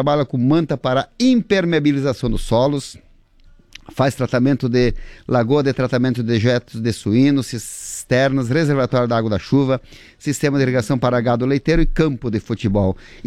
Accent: Brazil; moved away; lá em Linha Alegre, na minha terra natal

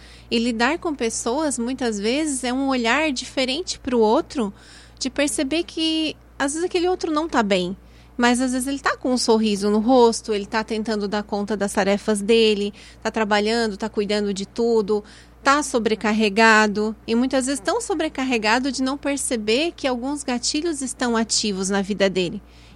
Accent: Santa Rosa do Sul, Santa Catarina, Brazil; moved away as an adult; also born or lived in Sombrio; now in Jacinto Machado, Brazil; venho de Santa Rosa do Sul, sou natural de Sombrio, nasci em Sombrio e morei em Santa Rosa do Sul até meus 18 anos. E ali eu me casei e fui para Jacinto Machado, onde moro há 22 anos.

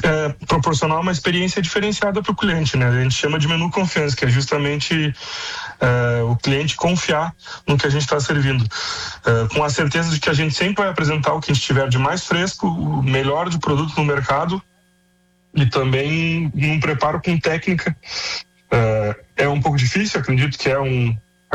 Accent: Rio Grande, Rio Grande do Sul, Brazil; moved away; eu sou de Rio Grande aí com muito orgulho.

